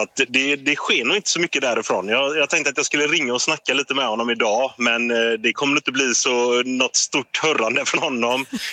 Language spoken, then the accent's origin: Swedish; Gothenburg, Västra Götaland County, Sweden; moved away; med familjen hemma i Göteborg